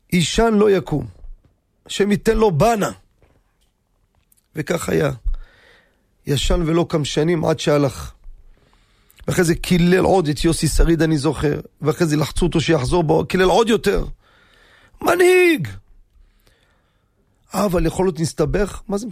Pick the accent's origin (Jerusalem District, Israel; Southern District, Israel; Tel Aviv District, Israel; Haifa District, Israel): Jerusalem District, Israel; Jerusalem; ובאמת, בירושלים, אני גדלתי בירושלים. בקטמון עם כל השכונות העיראקים